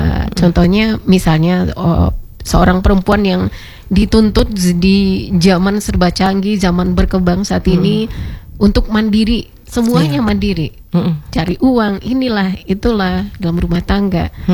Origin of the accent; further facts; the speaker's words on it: West Sumatra, Indonesia; bangga sih sebagai orang Minang ya saya.